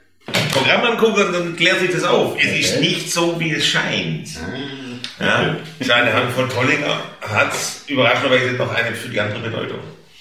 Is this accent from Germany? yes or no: yes; Stuttgart, Baden-Württemberg, Germany; accent: Swabian